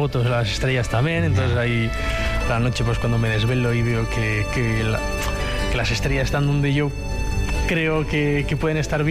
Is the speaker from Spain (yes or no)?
yes; San Sebastián, Basque Country, Spain; born or raised there